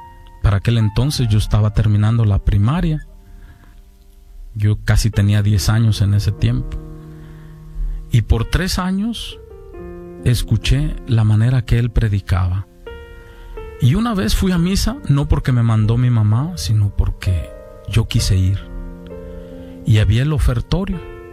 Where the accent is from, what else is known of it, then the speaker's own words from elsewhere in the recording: Zapotitlán de Vadillo, Jalisco, Mexico; lo mandaron a mi pueblo, ahí en Zapotitlán